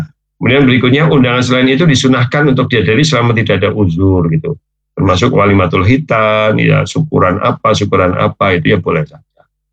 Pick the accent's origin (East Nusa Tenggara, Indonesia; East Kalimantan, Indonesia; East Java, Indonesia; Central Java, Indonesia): Central Java, Indonesia; Purwokerto; Saya memang lahir besar di situ, di Sokajaya, Sokanegara.